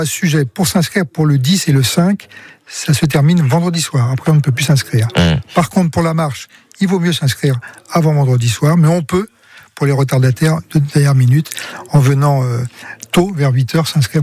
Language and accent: French; Paris, Île-de-France, France; même si je suis parisien.